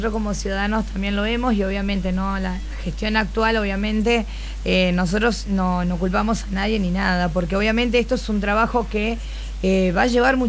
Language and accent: Spanish; Uruguay; now in Argentina; yo soy uruguaya, ¿no, Eduardo? Sí, pero desde que yo estoy acá en la Argentina desde el año 2001